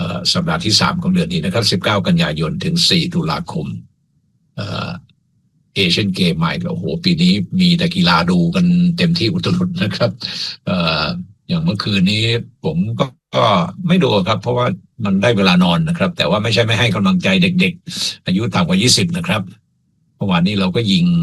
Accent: Suphan Buri, Thailand; now in Pak Chong, Thailand; ผมจะไปเยี่ยมชาวสุพรรณของผมเนี่ยแม้ว่าทุกวันนี้ผมจะเป็นชาวปากช่องไปแล้วก็ตาม

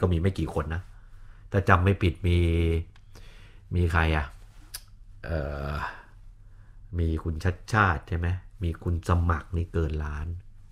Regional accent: Nonthaburi, Thailand; ผมทะเบียนบ้านผมอยู่นนทบุรีเป็นเด็กต่างจังหวัดอยู่ปริมณฑลนะ

